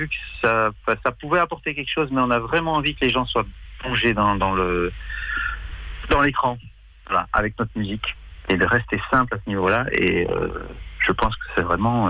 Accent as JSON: {"language": "French", "country": "France"}